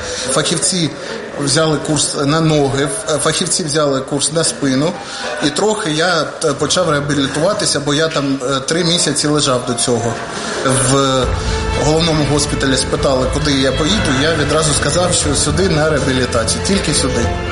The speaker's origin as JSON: {"language": "Ukrainian", "town": "Kostiantynivka", "region": "Donetsk Oblast", "country": "Ukraine", "tie": "born there", "said": "я сам з Донеччини, з міста Костянтинівка, як кажуть, де народився, там і пригодився."}